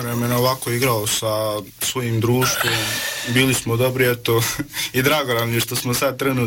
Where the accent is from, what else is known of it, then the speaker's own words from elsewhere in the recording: Gračanica, Federation of Bosnia and Herzegovina, Bosnia & Herzegovina; Da, ja sam iz Gračanice. Prvo sam bio, išao u drugu osnovnu, pa bio sam do 3., 4. razreda, pa sam se preselio ovdje